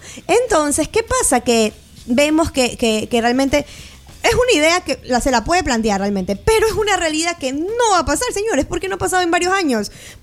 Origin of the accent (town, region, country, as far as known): Ecuador